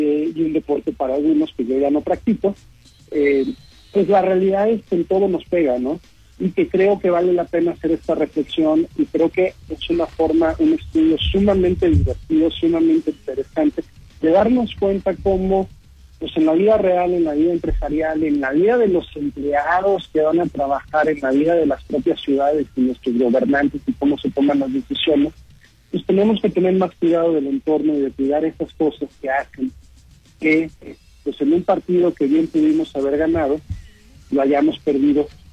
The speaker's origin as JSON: {"language": "Spanish", "country": "Mexico", "said": "nosotros como mexicanos, específicamente en esa zona"}